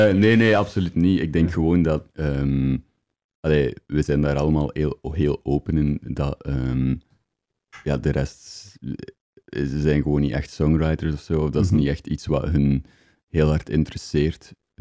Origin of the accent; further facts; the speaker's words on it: Flanders, Belgium; now in Ghent, Belgium; We zijn van het Waasland en we zijn daar ook heel trots op. Zeker Sint-Niklaas steunt ons heel hard in alles wat we doen. En dat is iets wat we nooit gaan loslaten. Maar ik denk dat het een beetje onvermijdelijk is met dat ik hier in Gent ben gaan wonen.